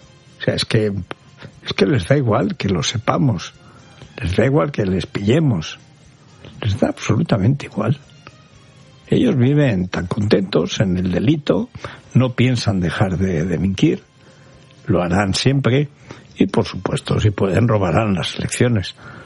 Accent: Spain; Las víctimas son o somos los españoles.

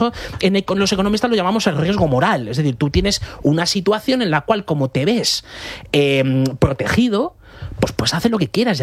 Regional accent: Castilla-La Mancha, Spain; mi tierra, de Castilla-La Mancha.

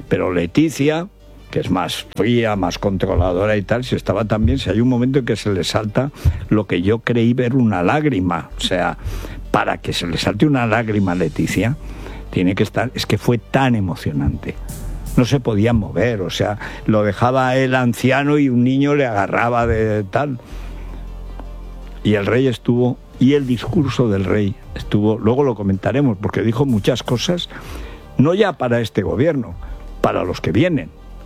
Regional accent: Aragon, Spain; born there

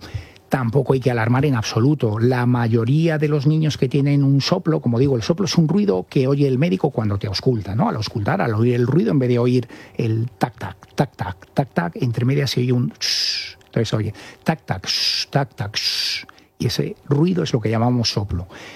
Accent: Cigales, Castile and León, Spain; also born or lived in Valladolid / Asturias; nos casamos en Cigales, que era mi pueblo.

